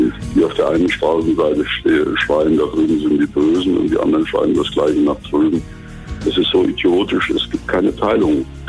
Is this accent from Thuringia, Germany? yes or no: yes; Thuringia, Germany; Ich bin in Thüringen aber groß geworden und habe eigentlich von Anfang an nichts anderes machen wollen.